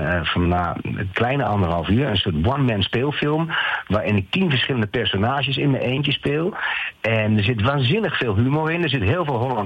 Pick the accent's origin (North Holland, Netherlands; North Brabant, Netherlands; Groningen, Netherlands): Groningen, Netherlands; moved away; bij ons in Groningen, ik kom uit Groningen oorspronkelijk.